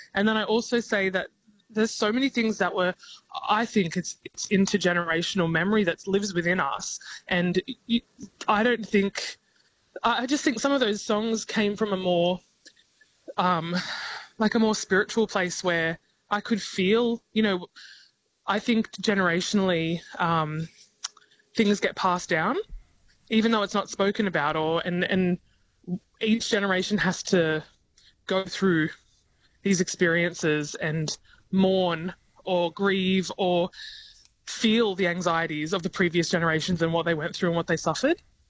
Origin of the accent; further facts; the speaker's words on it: Australia; for me, especially being from a mixed migrant background, it's always been about, you know, who am I as an Australian